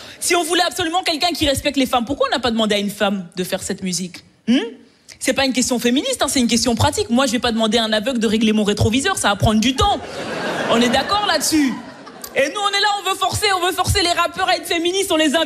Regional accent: Belgium; 3 jours pour une Belge en France, c'est trop, les amis.

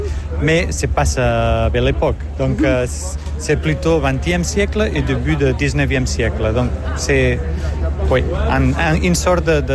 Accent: Manresa, Catalonia, Spain; French is a second language; moved away as an adult; now in Brussels, Belgium; artiste espagnol de Manresa, mais que j'habite à Bruxelles depuis des années déjà.

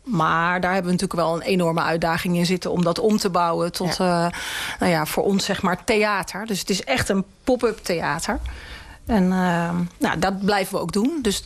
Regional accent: Blokzijl, Overijssel, Netherlands; ik kom ook uit Blokzijl.

